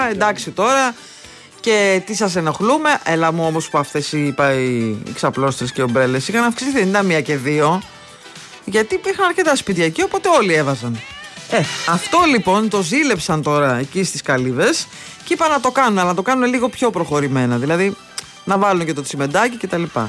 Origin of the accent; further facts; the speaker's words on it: Parga, Epirus, Greece; born there; Εγώ γεννήθηκα στην Πάργα.